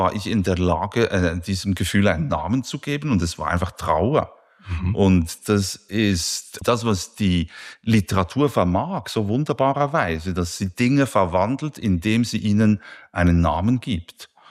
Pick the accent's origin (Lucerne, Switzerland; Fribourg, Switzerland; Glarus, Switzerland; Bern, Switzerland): Bern, Switzerland; Spiez; Ich hatte gerade letzten Sonntag hatte ich die Gelegenheit, meine Heimat kurz zu durchfahren, durch die Spiezer Bucht zu fahren. Und dort sieht man die Viertausender des Berner Oberlandes